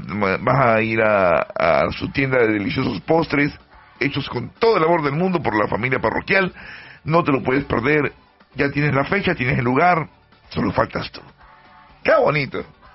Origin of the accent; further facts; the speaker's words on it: Panama; yo antes de los 15 años yo sabía que era panameño, pero ahora puedo, o antes de los 18 años ya yo sé que era panameño, no, porque te dan la cédula en Panamá. Sigo siendo panameño